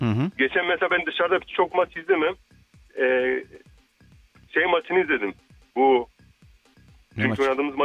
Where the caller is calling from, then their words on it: Istanbul, Turkey; İstanbul'dan.